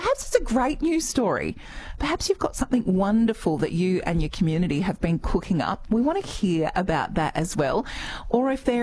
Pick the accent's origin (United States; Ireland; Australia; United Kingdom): Australia; South Australia; Oh, look, because I'm South Australian by trade, I am.